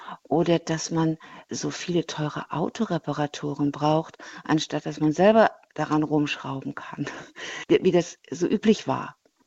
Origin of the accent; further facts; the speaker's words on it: Thuringia, Germany; now in Potsdam, Germany; gebürtig in Thüringen. Und wohne jetzt in Potsdam.